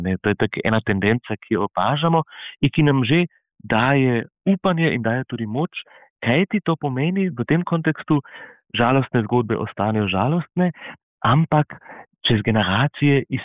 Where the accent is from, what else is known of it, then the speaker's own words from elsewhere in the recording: Carinthia, Austria; Koroški Slovenci, koroške Slovenke smo tu pretrpeli, ampak v celotnem alpsko-adrijanskem prostoru mi smo edini, ki smo tu morali pretrpeti, a ne?